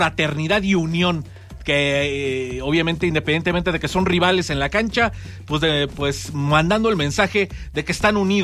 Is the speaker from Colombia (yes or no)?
no; Mexico